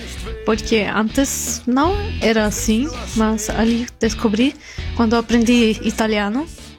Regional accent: Upper Austria, Austria; Portuguese is a second language; moved away as an adult; now in Rio Grande do Sul, Brazil; Eu nasci num pequeno povoado, não sei se fala povoado, mas povoado perto de Linz, na Alta Áustria. E também cresci ali, fui para a escola primária nesse povoado e depois fiz a escola em Linz, na cidade.

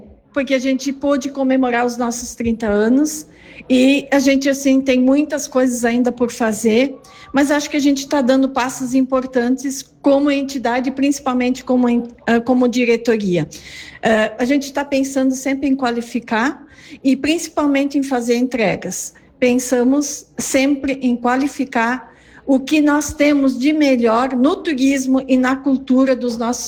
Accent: Rio Grande do Sul, Brazil; a gente tem a cultura germânica muito presente, mas nós também somos gaúchos.

